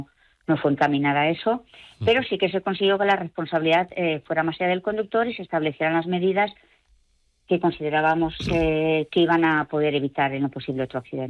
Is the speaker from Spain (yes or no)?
yes; Torrent, Valencian Community, Spain; yo soy de Torrent, vivo aquí en Torrent